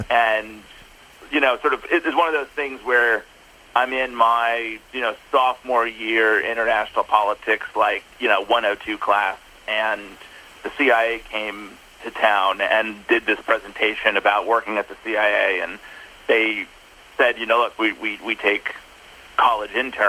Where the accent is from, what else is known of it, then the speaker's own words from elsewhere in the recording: Minneapolis, Minnesota, United States; also born or lived in Orlando; So I was born in Minnesota. I was raised kind of between Minneapolis and did a stint in Orlando as well.